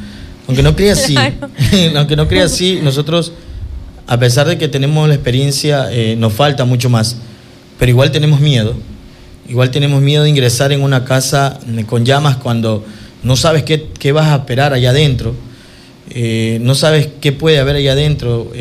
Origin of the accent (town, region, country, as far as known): Quevedo, Los Ríos, Ecuador; born or raised there